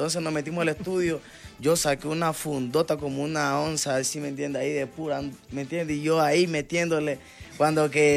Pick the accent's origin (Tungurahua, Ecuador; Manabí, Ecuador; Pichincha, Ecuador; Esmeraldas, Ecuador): Esmeraldas, Ecuador; Porque nosotros somos de Esmeralda, de la parte pacífica, o sea, de todo el país, pero la parte pacífica.